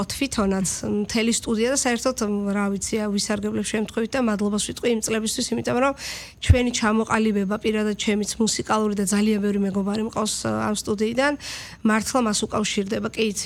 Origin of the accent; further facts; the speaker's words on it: Tbilisi, Georgia; born there; also born or lived in Abkhazia; შენ მაინც იცი რომ აფხაზეთიდან ვარ და ჩვენ ცხოვრობდით ცოტა ხანს აფხაზეთში. მე პირადად 5 წლამდე ცხოვრობდი